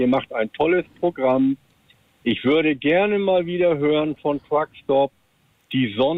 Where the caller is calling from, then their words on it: Bad Bramstedt, Schleswig-Holstein, Germany; Ich komme aus Bad Bramstedt, arbeite in Öhring, Kreis Segeberg.